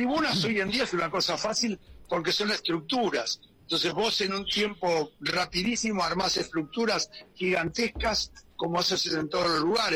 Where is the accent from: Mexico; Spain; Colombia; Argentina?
Argentina; Buenos Aires; son años desde niño que estoy acá, siendo un porteño, uno de los pocos porteños que en esa época corría